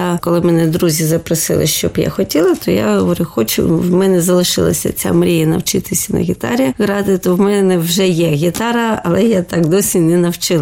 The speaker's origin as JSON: {"language": "Ukrainian", "town": "Odesa", "region": "Odesa Oblast", "country": "Ukraine", "said": "Я одеситка, народилася в дуже гарному місті Одеса"}